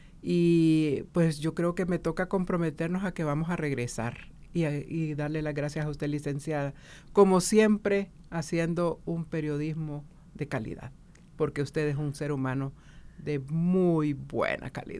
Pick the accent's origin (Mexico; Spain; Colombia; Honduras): Honduras; nos toca a nosotros como hondureños ser muy responsables con nuestra economía